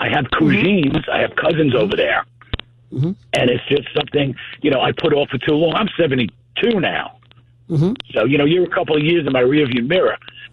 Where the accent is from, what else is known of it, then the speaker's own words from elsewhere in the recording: Long Island, New York, United States; But I had a lot of friends growing up in Long Island, you know, different nationalities, this and that.